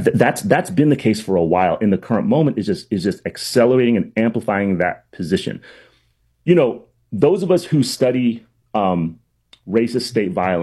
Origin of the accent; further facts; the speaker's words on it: Alexandria, Virginia, United States; By the way, I grew up in Alexandria, Virginia, right, where white people are proudly Democrat.